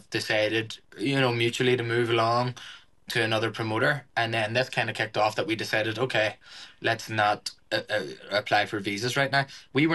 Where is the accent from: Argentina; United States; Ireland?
Ireland; That is something that, as an Irish person